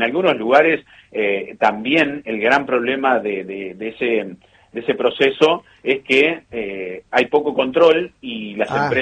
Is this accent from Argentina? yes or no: yes; Buenos Aires Province, Argentina; born there; moved away; voy para mi pueblo, que en el partido de Lincoln